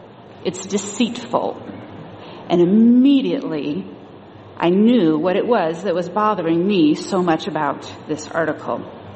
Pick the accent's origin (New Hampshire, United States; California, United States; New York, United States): California, United States; Modesto; My hometown newspaper, the Modesto Bee, ran a story about the church where I grew up. I grew up outside of the LDS church